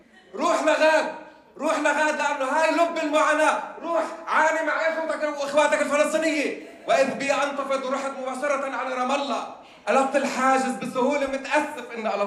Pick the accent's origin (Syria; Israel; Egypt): Israel; Haifa, Haifa District; كوني إني أنا من حيفا وعايش بين الجبال والبحر وإلى آخره، وكأني بتنقل من محل لمحل، هذا بقولش إيش.